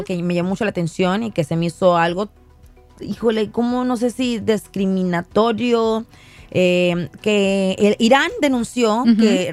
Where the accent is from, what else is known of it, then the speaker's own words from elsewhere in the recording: Tijuana, Baja California, Mexico; Bueno, yo soy de Tijuana